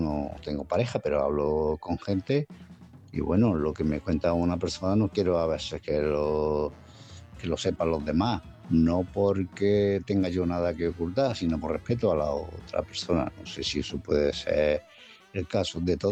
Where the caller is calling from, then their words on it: Málaga, Andalusia, Spain; de Málaga.